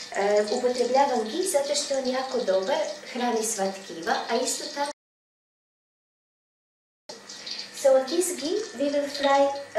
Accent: Zagreb, City of Zagreb, Croatia; I come from Croatia, Zagreb is the town, and we are here in WEP International Yoga and Daily Life Seminar

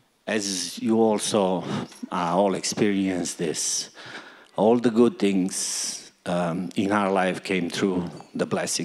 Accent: Novi Sad, Vojvodina, Serbia; We are all from Novi Sad and my father is also from Novi Sad.

